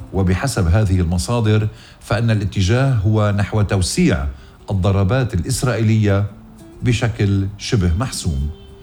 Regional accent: Lebanon; now in Australia

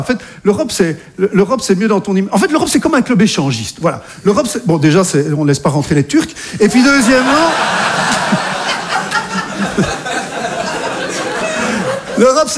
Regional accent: Belgium; now in France; je suis belge, j'habite en France

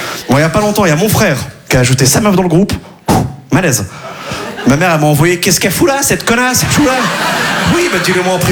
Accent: Quimperlé, Brittany, France; Mais si vous voulez, déjà, là d'où je viens à Quimperlé, on n'avait pas les sports cool.

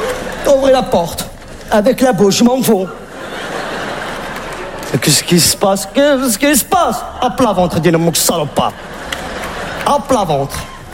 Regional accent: Trappes, Île-de-France, France; born there; moved away as an adult; now in Paris, France; J'ai passé 20 ans à Trappe.

